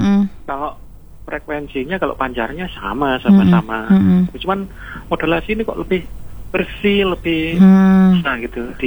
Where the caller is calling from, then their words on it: Balung, East Java, Indonesia; Di daerah sini, daerahku.